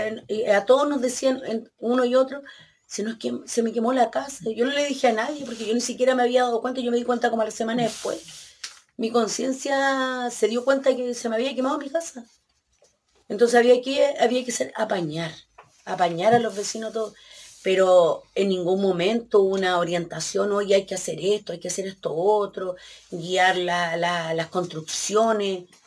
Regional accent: Lirquén, Biobío, Chile; gente que yo nunca pensé que iba a llegar 2 días después a mi pueblo a ayudarnos. Y no vi municipalidad, no vi gobierno, no vi nada, nada. Oye, yo, a mí me llamó la atención un momento, andaban, parecíamos, no sé, alma en pena, todo Lirquén

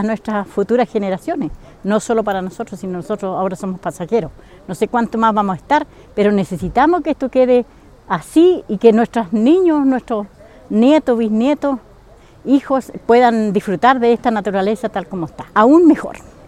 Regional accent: Reigolil, Araucanía, Chile; soy de Reigolil

